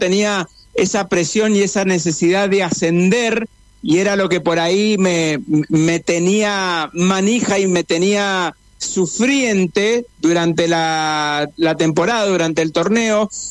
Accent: Argentina; porque somos argentinos, somos sangrientos y el fútbol nos mueve y nos conmueve.

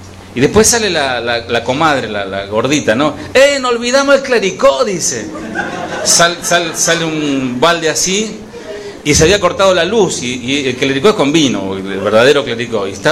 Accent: Argentina; como buen argentino, un asado

